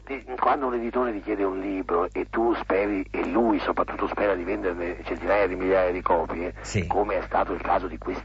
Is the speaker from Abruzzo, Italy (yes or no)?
no; Ancona, Marche, Italy; born there